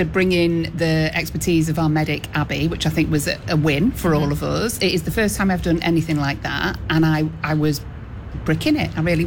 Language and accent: English; Stockport, North West England, United Kingdom; I mean, I'm from Stockport, and it gets to about 18 and everybody's got a strappy top and some flip-flops on.